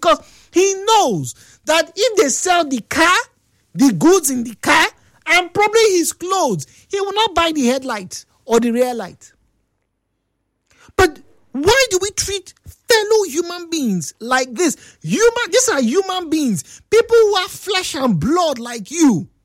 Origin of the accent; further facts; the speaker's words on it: Nigeria; as a Nigerian